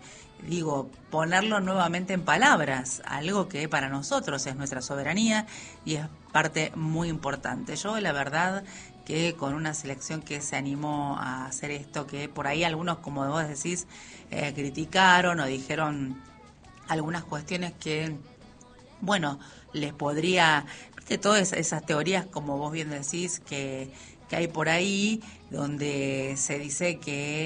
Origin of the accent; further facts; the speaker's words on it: Argentina; nosotros como argentinos